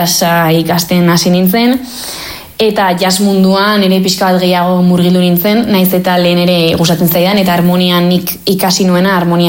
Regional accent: Basque Country, Spain; first language Basque; Nik abestiak euskeraz idazten dut, euskeraz bizi naizelako, euskeraz ikasi dut, jaio naiz, eta hala ateratzen zait

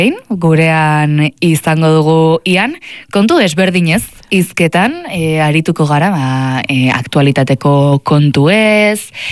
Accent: Basque Country, Spain; Beste guztiak Gipuzkoarra gara.

